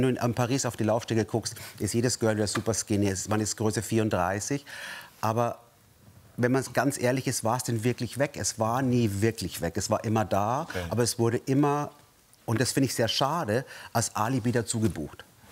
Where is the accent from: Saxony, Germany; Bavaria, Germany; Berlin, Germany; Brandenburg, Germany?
Bavaria, Germany; Also ich komme aus Bayern